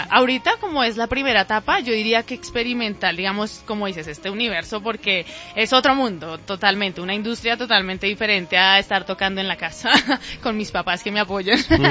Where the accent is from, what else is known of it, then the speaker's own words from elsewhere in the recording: Bogotá, Bogotá Capital District, Colombia; Rola, sí, de Bogotá.